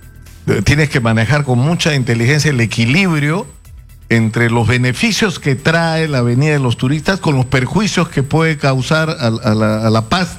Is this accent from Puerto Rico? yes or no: no; Lima, Peru; born there; yo cuando era niño viví en Miraflores, viví años, desde los 7, 8 años hasta que me fui de casa de mis padres, muy mocoso